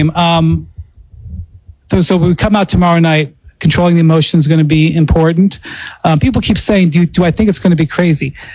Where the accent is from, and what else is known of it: New York, United States